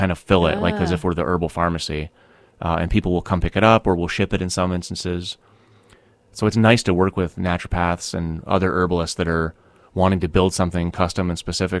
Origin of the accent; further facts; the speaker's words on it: Castleton, Vermont, United States; Castleton State College before it was the university. Mm-hmm. And that's my hometown